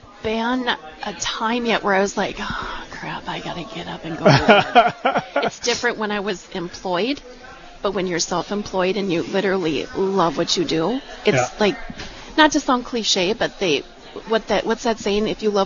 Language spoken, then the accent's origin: English; Lake Park, Minnesota, United States; My hometown is, like, my hometown. You know, it's a special place.